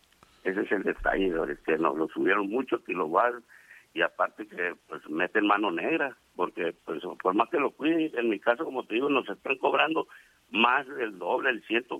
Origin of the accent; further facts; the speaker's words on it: Mexico; somos los mexicanos